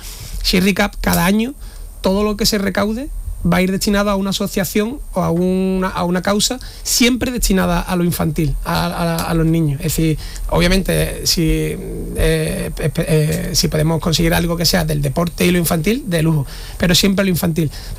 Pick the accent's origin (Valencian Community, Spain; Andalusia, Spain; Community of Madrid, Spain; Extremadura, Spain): Andalusia, Spain; Jerez de la Frontera; soy un amante de Jerez, soy de aquí de Jerez, pero es que aparte me encanta Jerez